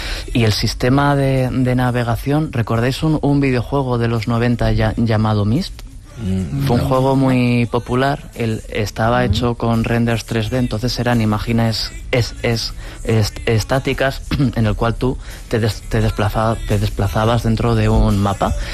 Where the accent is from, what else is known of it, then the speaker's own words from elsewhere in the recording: Tudela, Navarre, Spain; Y utiliza el skatepark de mi ciudad natal, Tudela.